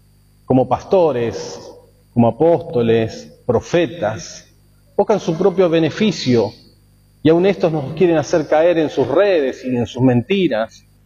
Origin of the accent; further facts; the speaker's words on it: Argentina